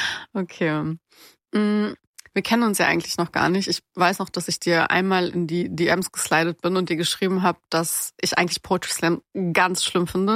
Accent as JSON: {"language": "German", "region": "Berlin", "country": "Germany", "said": "Ich bin ja aus Berlin"}